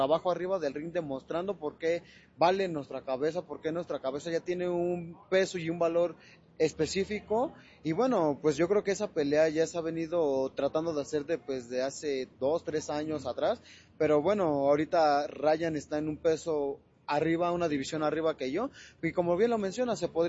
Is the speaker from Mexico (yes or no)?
yes; Mexico; nosotros somos mexicanos